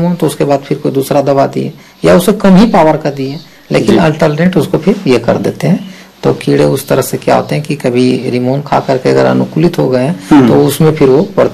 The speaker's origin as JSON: {"language": "Hindi", "region": "Jharkhand", "country": "India", "said": "हम झारखंड प्रदेश से हैं और झारखंड एक पठारी भूमि है, यहाँ पर वर्षा का पानी ऊंची जमीन में ठहर नहीं पाता है"}